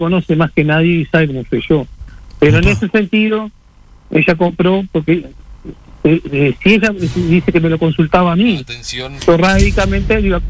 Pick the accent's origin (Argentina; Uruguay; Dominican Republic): Uruguay; A ver, somos uruguayos y nos matamos trabajando.